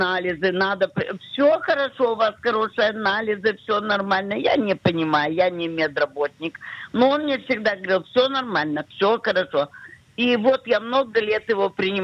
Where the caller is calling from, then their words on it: Tver, Tver Oblast, Russia; Я из Твери